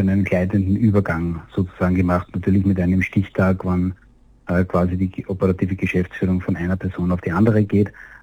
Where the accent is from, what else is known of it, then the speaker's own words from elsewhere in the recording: Lower Austria, Austria; Ich bin im Waldviertel aufgewachsen, in der Tischlerei groß geworden.